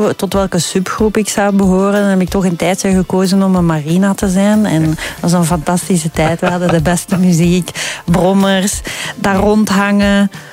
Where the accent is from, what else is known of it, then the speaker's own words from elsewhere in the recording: Leuven, Flemish Brabant, Belgium; Ik kom van Leuven.